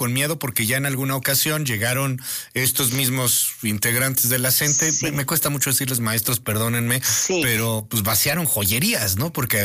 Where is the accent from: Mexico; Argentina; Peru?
Mexico; Y esto no es México, ni esto somos los mexicanos, somos mucho más.